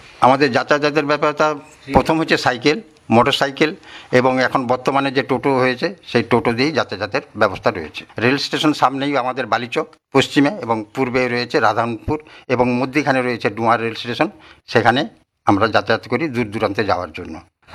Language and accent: Bangla; West Bengal, India; আমাদের গ্রামের নামটি কালুয়া বৃন্দাবন পরিচিতি লাভ করে। সেই থেকে আমাদের গ্রামের নাম কালুয়া বৃন্দাবন।